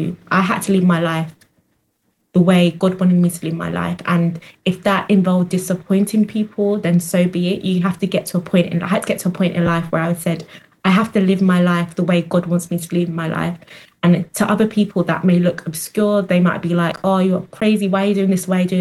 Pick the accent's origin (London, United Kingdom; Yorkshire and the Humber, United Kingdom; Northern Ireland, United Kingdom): London, United Kingdom; born there; accent: posh; also born or lived in Italy; I grew up in South London.